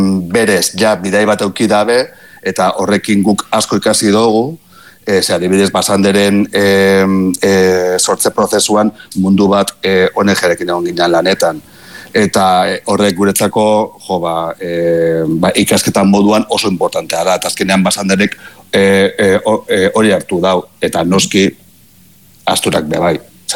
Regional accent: Basque Country, Spain; Euskalduna gara, Euskal Herria maite dugu, eta gure maitasuna hori dator gure begiradatik.

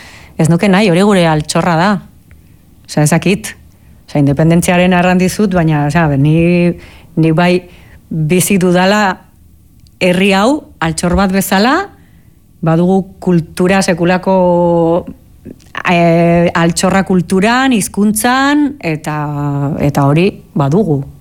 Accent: Navarre, Spain; Basque is a second language; Eta pues, Nafarroan, pues hori, ba, ni bezala, oza, ni euskaldun berria naiz.

